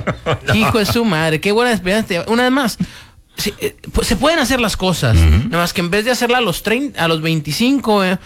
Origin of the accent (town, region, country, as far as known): Mexico